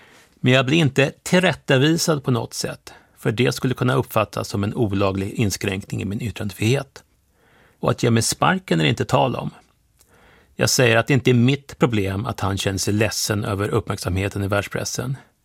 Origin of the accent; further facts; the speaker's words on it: Sweden; moved away as an adult; now in United States; Som svensk är man väl ganska ovan att prata med advokater